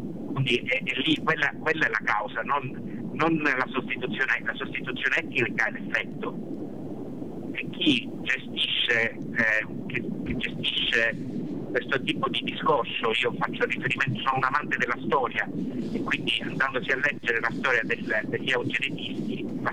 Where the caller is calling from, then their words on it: Sicily, Italy; parlo da siciliano